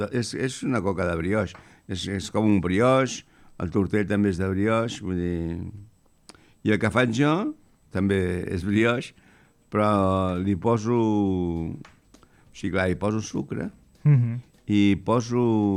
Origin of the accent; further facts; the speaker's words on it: Barcelona, Catalonia, Spain; Allò era Horta, soc d'Horta.